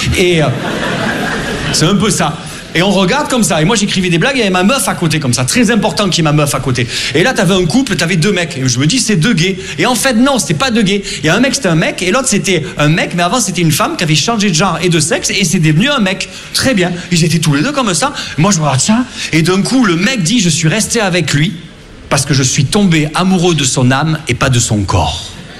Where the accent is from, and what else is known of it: Perpignan, Occitanie, France